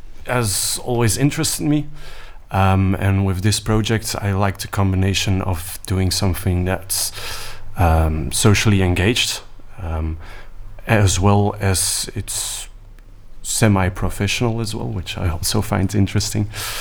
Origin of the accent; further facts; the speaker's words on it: Antwerp, Flanders, Belgium; English is a second language; I'm a student from Antwerp.